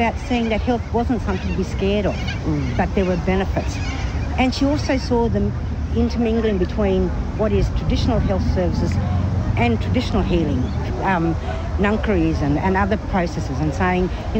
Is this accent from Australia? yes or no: yes; Moree, New South Wales, Australia; now in Adelaide, Australia; I'm a Murray woman. I'm a descendant of the Gumilaroi Nation from northern New South Wales. Moree is my hometown. And I've been here in Adelaide for the last 22 years now.